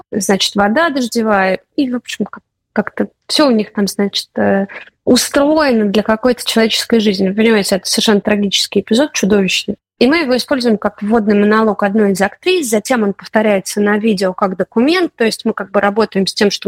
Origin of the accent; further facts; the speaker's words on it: Moscow, Russia; also born or lived in Saint Petersburg; мы росли в Москве и Петербурге, там нет как бы культуры этой вообще.